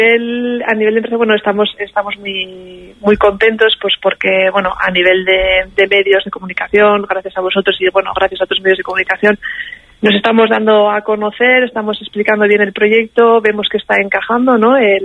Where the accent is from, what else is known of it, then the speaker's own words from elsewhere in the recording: Basque Country, Spain; como buenos vascos de aquí de Euskadi, ¿no?